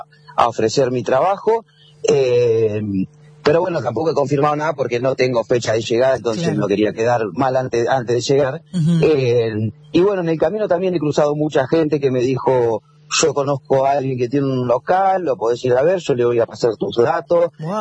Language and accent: Spanish; Olavarría, Buenos Aires Province, Argentina